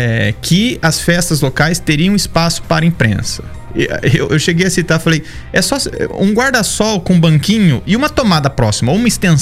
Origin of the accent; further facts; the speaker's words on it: São João da Boa Vista, São Paulo, Brazil; eu falo como cidadão sanjoanense.